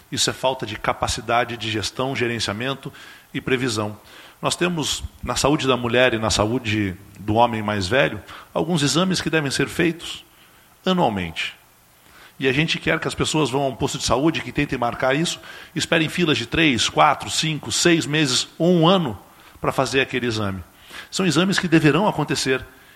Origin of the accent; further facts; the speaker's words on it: Curitiba, Paraná, Brazil; Eu sou de Curitiba.